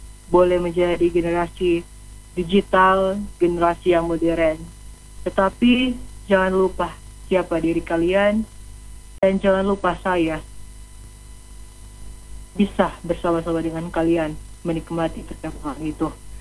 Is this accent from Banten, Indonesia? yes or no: no; North Sulawesi, Indonesia; born there; kita bisa bangga menjadi Nusa Utara karena kita anak yang lahir di situ